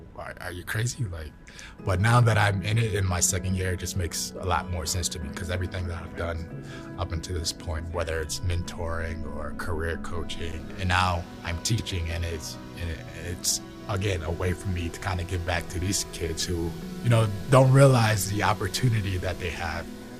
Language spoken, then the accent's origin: English; Syracuse, New York, United States; I'm from Syracuse and in a stage of my life where I have kids